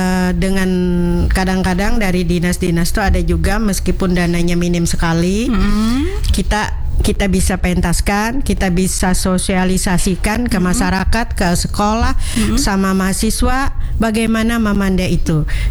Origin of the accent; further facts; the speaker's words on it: Hulu Sungai, South Kalimantan, Indonesia; Kita dari Hulu Sungai.